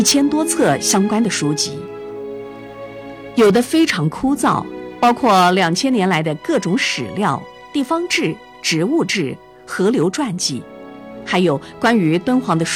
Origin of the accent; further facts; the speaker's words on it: Changji, Xinjiang, China; born there; moved away as an adult; also born or lived in Wuhan; now in Beijing, China; 我出生在新疆天山脚下的昌吉市，父母是支边青年，上世纪50年代从河南来到新疆。生在新疆